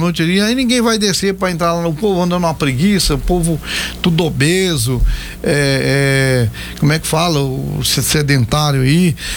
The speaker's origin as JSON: {"language": "Portuguese", "town": "Paranoá", "region": "Federal District", "country": "Brazil", "tie": "born or raised there", "said": "quando eu era menino, lá no Paranoá"}